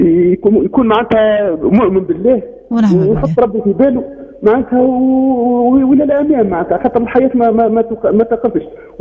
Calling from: Sfax, Sfax Governorate, Tunisia

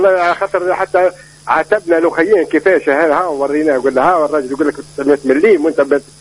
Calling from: Gabès, Gabès Governorate, Tunisia; مستمع وفي من قادس

